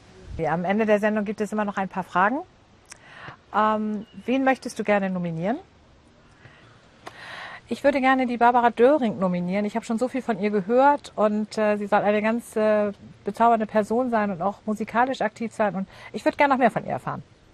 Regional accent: Hamburg, Germany; bin ich natürlich in Hamburg, in meiner Heimatstadt.

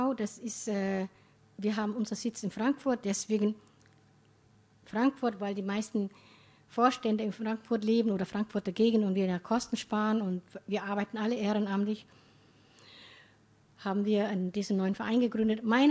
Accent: Somalia; Ich bin eine gebürtige Somalierin, alle Somalis sind Muslime, wir sind Sunniten. Ich bin mit der Religion aufgewachsen, die jeder anwenden konnte, wie er wollte.

